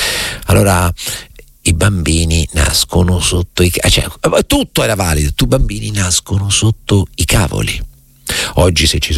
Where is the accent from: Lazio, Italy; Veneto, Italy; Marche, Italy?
Marche, Italy; Recanati; born there; sarà che sono nato a Leopardi, Reganati, sarà che so gobbo anche calcisticamente parlando come Leopardi